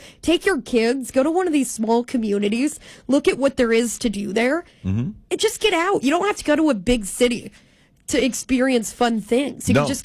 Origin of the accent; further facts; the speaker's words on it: Battle Creek, Nebraska, United States; Born and raised in a small town, Battle Creek